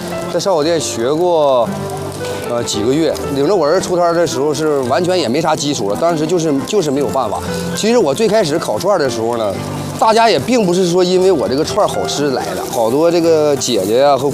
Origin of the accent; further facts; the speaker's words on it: Harbin, Heilongjiang, China; 感谢每一位哈尔滨人，因为没有我的父老乡亲